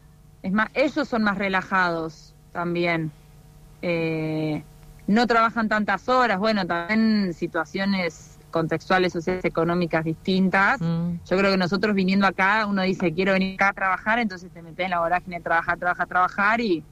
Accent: Trelew, Chubut, Argentina; moved away as an adult; now in Australia; cuando digo que soy de Trelew

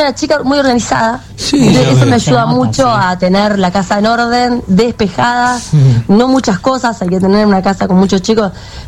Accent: Merlo, Buenos Aires Province, Argentina; Yo de Merlo.

